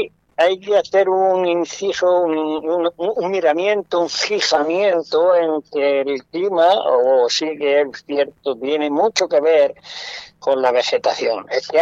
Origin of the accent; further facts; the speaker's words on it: Spain; nosotros los vecinos que somos, los murcianos, los de Almería, toda esta zona